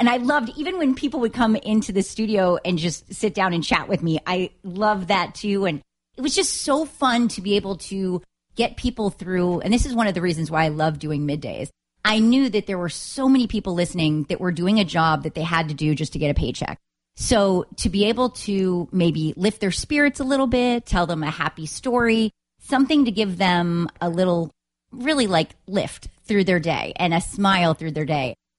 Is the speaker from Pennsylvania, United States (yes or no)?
yes; Pittsburgh, Pennsylvania, United States; I grew up actually in Pittsburgh. When I was really young, we moved from state to state because my dad, his job had taken us all over the country.